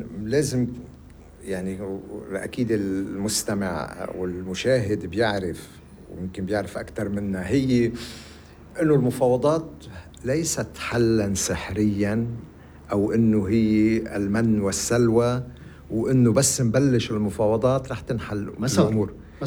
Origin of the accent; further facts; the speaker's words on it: Lebanon; كلبنانيين